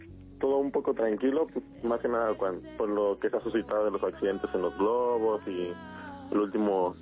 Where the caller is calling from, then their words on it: Teotihuacán, State of Mexico, Mexico; De Teotihuacán.